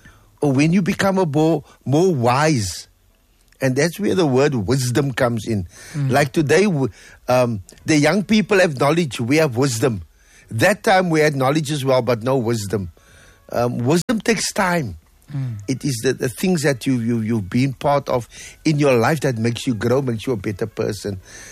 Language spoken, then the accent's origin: English; Cape Town, Western Cape, South Africa; we grew up in Claremont. I'm also from Draper Street.